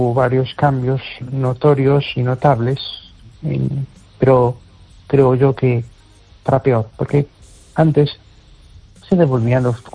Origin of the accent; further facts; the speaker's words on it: Amoeiro, Galicia, Spain; de Un Pueblo de Amoiro.